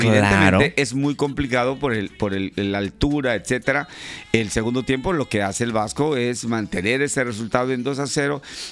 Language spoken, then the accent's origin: Spanish; Mexico; porque siempre somos así los mexicanos